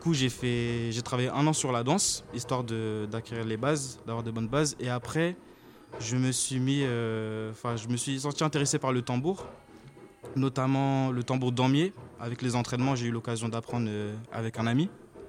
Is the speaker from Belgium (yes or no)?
no; France; born there; moi, je suis né en France